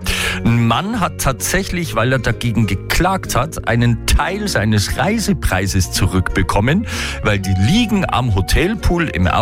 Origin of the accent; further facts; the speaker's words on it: Germany; Wir Deutschen sind ja dafür bekannt, dass wir gerne mit dem Handtuch am Pool die Liege reservieren.